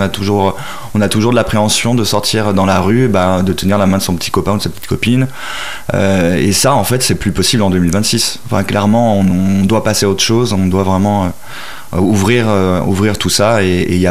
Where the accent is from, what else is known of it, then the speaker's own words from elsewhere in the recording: Bourgoin-Jallieu, Auvergne-Rhône-Alpes, France; Et moi, alors je suis né ici à Bourgoin et j'ai fait une partie de ma scolarité ici, donc au collège et au lycée.